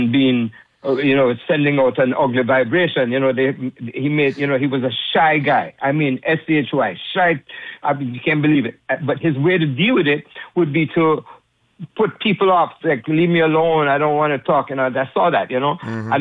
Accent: Jamaica; moved away; as I grew up in Jamaica

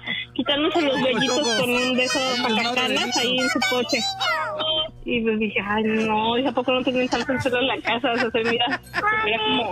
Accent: Mexico City, Mexico; born or raised there

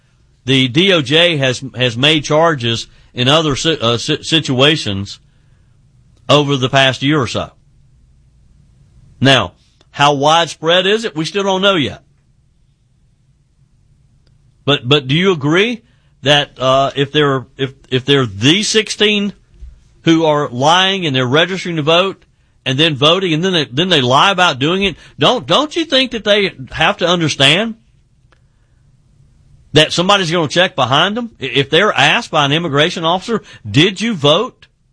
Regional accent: South Carolina, United States

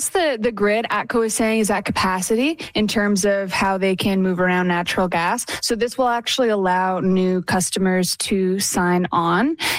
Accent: Canada; Scottish blood runs through my veins, but I would say I'm pretty disconnected from those roots. I've been born and raised in Canada. And have I been to Scotland? No, I haven't.

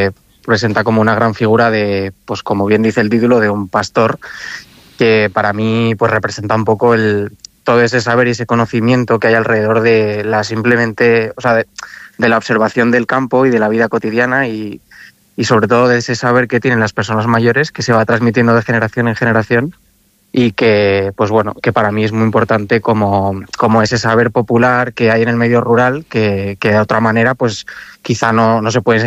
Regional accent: Madrid, Community of Madrid, Spain; moved away as an adult; now in Aragon, Spain; soy madrileño, pero vivo en Aragón desde hace 12 años.

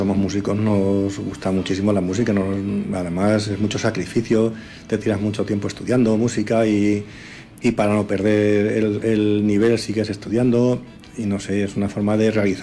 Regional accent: Villanueva de la Jara, Castilla-La Mancha, Spain; Hombre, por supuesto. Bueno, vamos a ver, somos todos de la Jara.

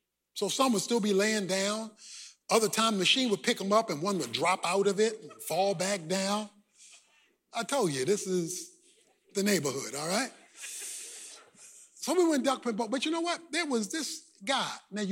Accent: Baltimore, Maryland, United States; born or raised there

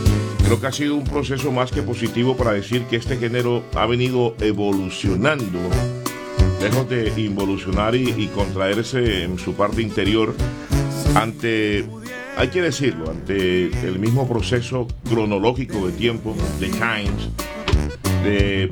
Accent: Colombia; en mi país, Colombia.

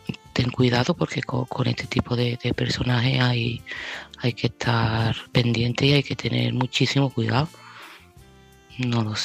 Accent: Seville, Andalusia, Spain; de Sevilla y este mensaje va para Ángeles.

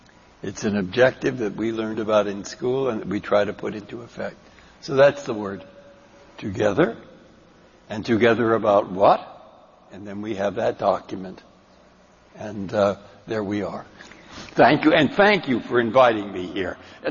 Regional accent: San Francisco, California, United States; Now, you see what growing up in San Francisco was like?

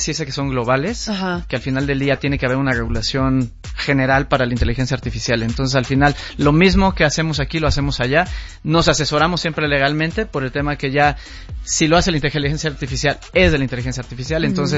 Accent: Mexico; moved away as an adult; now in Spain

